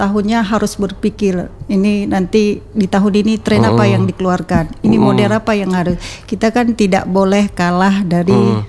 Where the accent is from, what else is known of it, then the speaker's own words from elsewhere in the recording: Meulaboh, Aceh, Indonesia; daerah khususnya kita Melabo, Aceh Barat